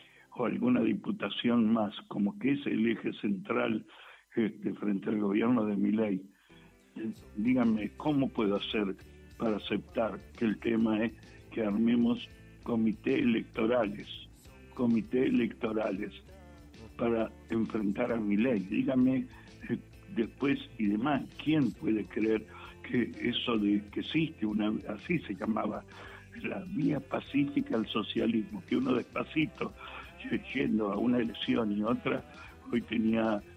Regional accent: Argentina; como yo soy el único argentino vivo que estuvo preso de Pinochet en ese momento

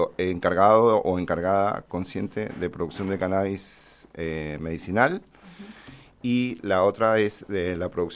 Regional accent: San Carlos, Mendoza, Argentina; now in Mendoza, Argentina; pues yo vivo en la ciudad de Mendoza, pero justamente soy de San Carlos.

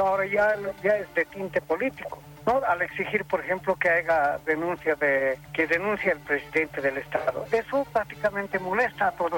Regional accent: Bolivia

